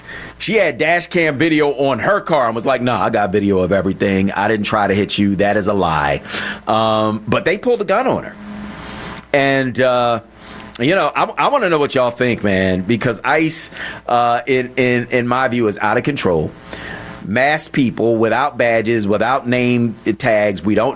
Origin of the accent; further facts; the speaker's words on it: Philadelphia, Pennsylvania, United States; And it's an insult to me personally as a Philadelphian, as a Pennsylvanian